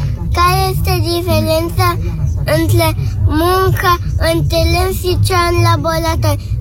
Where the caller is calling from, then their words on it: Iași, Iași County, Romania; din Iași. Am 5 ani.